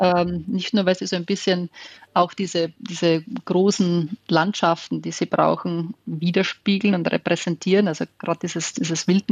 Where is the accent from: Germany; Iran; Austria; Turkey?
Austria; Styria; Also ich bin schon in einer Region aufgewachsen, die bewaldet war, sehr viel Natur hatte.